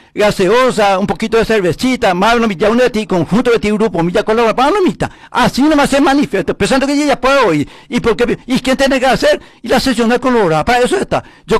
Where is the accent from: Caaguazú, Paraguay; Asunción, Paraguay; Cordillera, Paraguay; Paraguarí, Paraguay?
Paraguarí, Paraguay; Carapeguá; como colorado, como ciudadano carapegüeño paraguayo